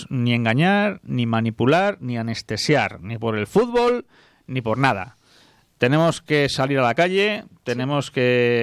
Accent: Spain; Somos españoles, tenemos una responsabilidad con nuestra patria

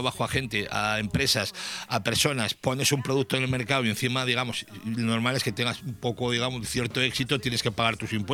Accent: Tafalla, Navarre, Spain; No sé, de mi pueblo no es, que yo soy de Tafalla, muy orgulloso.

